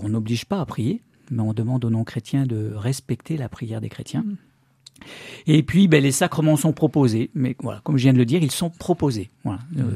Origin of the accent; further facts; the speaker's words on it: Saint-Étienne, Auvergne-Rhône-Alpes, France; je suis stéphanois